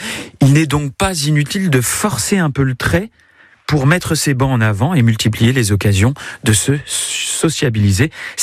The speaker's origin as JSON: {"language": "French", "region": "Grand Est", "country": "France", "said": "Chez nous, en Lorraine, c'est pas si évident parce qu'on n'a pas cette tradition méditerranéenne de traîner sur les places le soir pour profiter de la fraîcheur."}